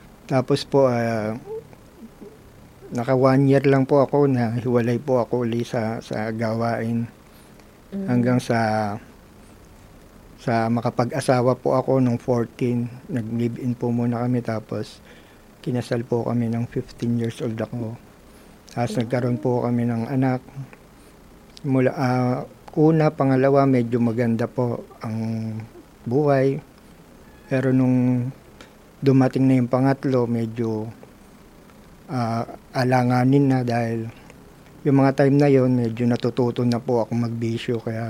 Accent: Manila, Metro Manila, Philippines; Ako po ay taga Tondo.

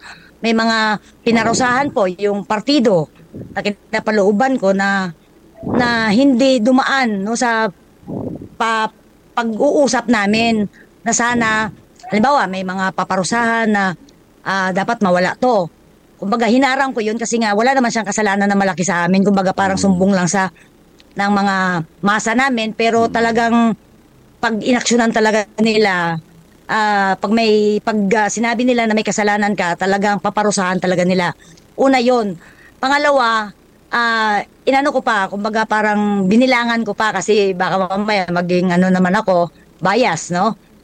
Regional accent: Iloilo, Western Visayas, Philippines; moved away as an adult; ako po ay taga Iloilo. No, wala pa akong kamag-anak, wala akong kakilala, wala akong kadugo. Ni salitang Ilocano, hindi ko po alam ang salita, no, ng Ilocano, kasi ako ay purong Ilongga po, no, from Region 6.

